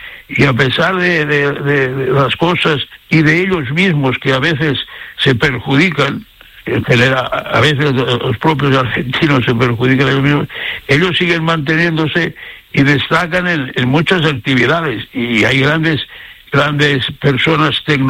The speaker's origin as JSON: {"language": "Spanish", "country": "Spain", "said": "Hay que estar contento como españoles de haber conseguido un equipo que llegue a una final de este nivel"}